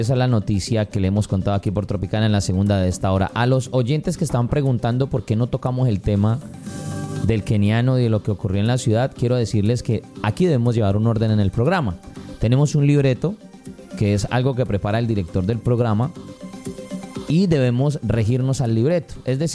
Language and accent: Spanish; Cali, Valle del Cauca, Colombia; nosotros los caleños